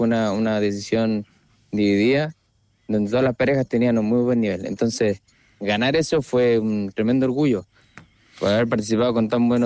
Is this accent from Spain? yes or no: no; Chile; moved away as an adult; now in Australia; yo vengo de Chile, llevo aquí en Australia 3 años y medio.